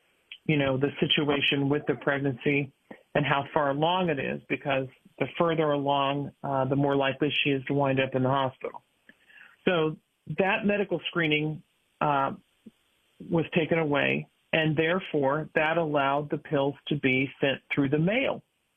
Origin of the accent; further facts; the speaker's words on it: Indiana, United States; where that case is, Texas, my home state of Indiana.